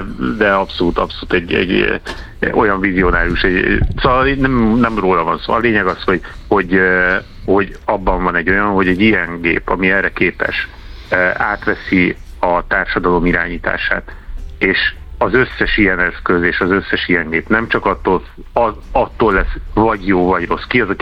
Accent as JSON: {"language": "Hungarian", "country": "Hungary", "said": "ilyen magyarok vagyunk"}